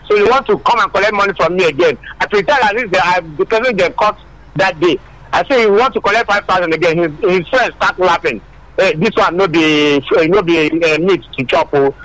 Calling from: Badagry, Lagos, Nigeria; I'm calling from Aradabu Badagri.

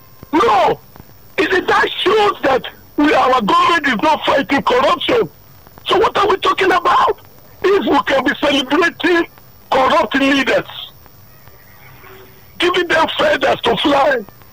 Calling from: Kogi, Nigeria; where I came from, Kogi State.

